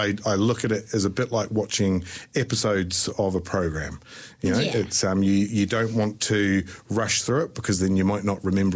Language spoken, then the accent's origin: English; Christchurch, Canterbury, New Zealand; moved away as an adult; also born or lived in England; now in Dunedin, New Zealand; So so I grew up in Christchurch many years ago, but I moved to Dunedin about 20 years ago. And but I've lived in England and all around the place.